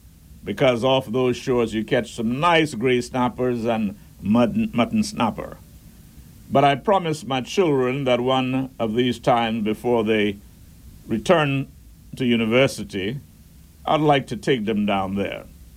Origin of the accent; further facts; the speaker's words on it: Turks & Caicos Islands; I am from the Turks and Caicos Islands. I'm a proud Turks and Caicos Islander.